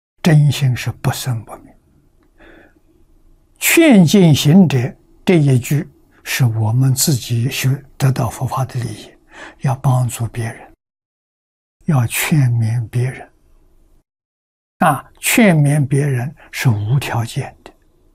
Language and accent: Chinese; China; 我们中国人